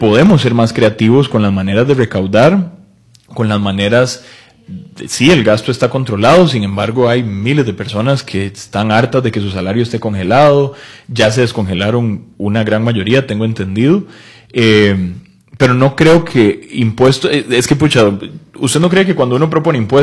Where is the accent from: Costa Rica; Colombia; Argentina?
Costa Rica